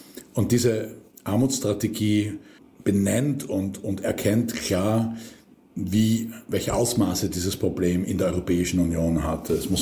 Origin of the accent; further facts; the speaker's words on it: Austria; zum Teil auch wie bei uns in Österreich in den Bundesländern entschieden werden.